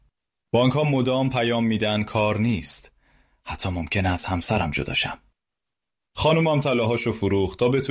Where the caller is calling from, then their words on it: Ahvaz, Khuzestan, Iran; از اهوازم